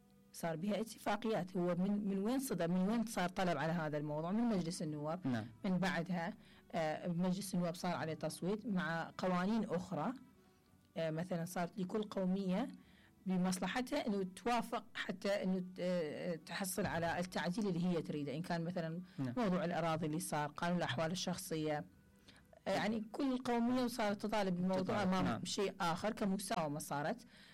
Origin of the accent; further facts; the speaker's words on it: Iraq; إحنا كلنا عراقيين